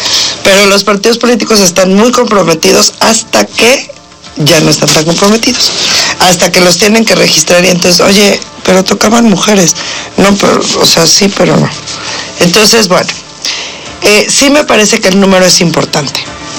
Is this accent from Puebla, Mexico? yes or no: yes; Puebla, Mexico